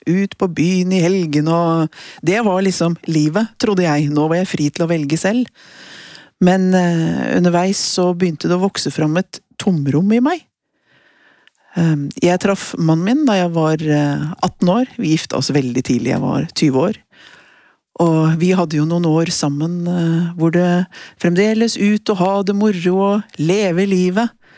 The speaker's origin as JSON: {"language": "Norwegian", "region": "Oslo", "country": "Norway", "tie": "born or raised there", "said": "Jeg er oppvokst i Oslo, ble født i 66, og på Tveita i Oslo, på østkanten i Oslo. I et hjem med kristne foreldre, så troen på Gud var veldig naturlig for meg, den kom inn med morsmelka."}